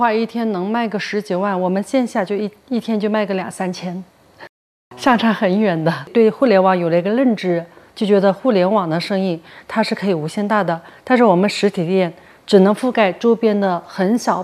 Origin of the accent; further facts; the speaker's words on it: Tonggu, Jiangxi, China; 首先我们是客家人定位，然后还是江西铜鼓人，